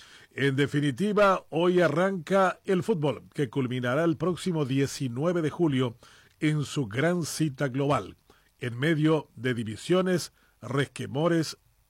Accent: Paraguay

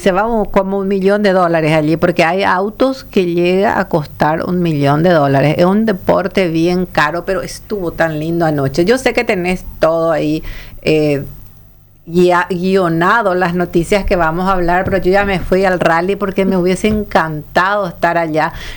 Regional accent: Alto Paraná, Paraguay; yo soy del Alto Paraná y de la época en que se estaba colonizando prácticamente Santa Rita y Naranjal, y nosotros nos íbamos a trabajar en Naranjal.

